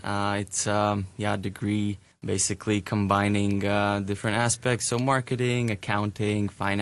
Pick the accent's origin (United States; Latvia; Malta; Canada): Latvia; now in Hong Kong; I come from Latvia, a beautiful country in Eastern Europe.